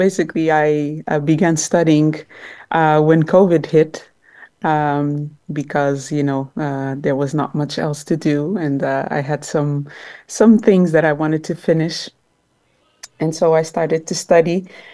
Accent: Lisbon, Portugal; moved away; I was brought up in Lisbon. I was born in Lisbon, but my parents are from Cape Verde in West Africa. And basically, they passed on to me all of this tradition and culture of the Cape Verdean Islands and the language and the food.

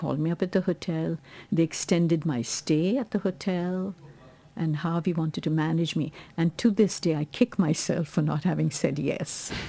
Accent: India; English is a second language; moved away; as an Indian who has been taught English in, you know, we had the colonial hangover in India, my age group, because I'm 80 now.

